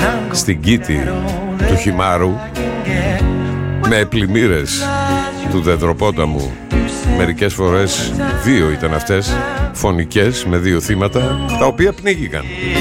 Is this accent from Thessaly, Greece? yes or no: no; Thessaloniki, Central Macedonia, Greece; Αγαπάμε Σταυρούπολη. Εκεί μεγαλώσαμε, εκεί γεννηθήκαμε. Γεννηθήκαμε αλλού, πήγαμε στη Σταυρούπολη, μεγαλώσαμε.